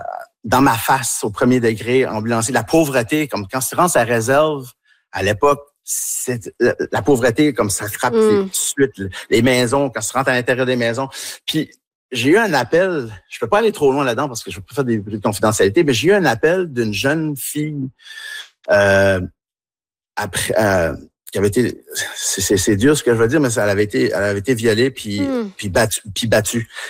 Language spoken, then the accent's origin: French; New Brunswick, Canada